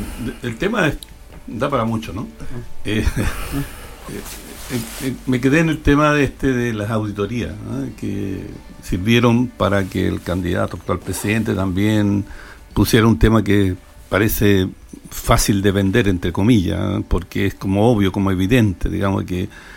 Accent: Chile; estamos en Chile, somos chilenos.

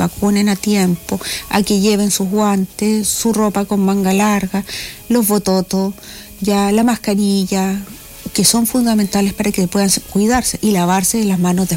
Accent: Chile; que seamos solidarios como chilenos

